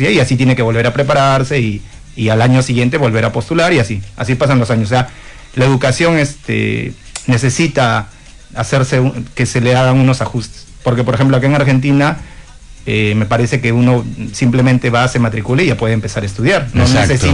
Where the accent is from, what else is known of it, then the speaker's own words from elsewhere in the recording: Lima, Peru; Y bueno, yo soy de Lima, Perú, y tengo una fundación que constituí jurídicamente hace 5 meses, pero yo ya vengo trabajando de manera independiente con esta fundación, y básicamente aquí en Argentina he estado en diferentes escuelas